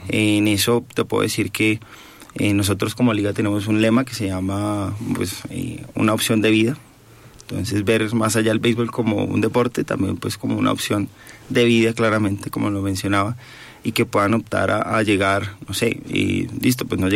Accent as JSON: {"language": "Spanish", "country": "Colombia", "said": "la idea es que sigamos llegando como colombianos allá a grandes ligas."}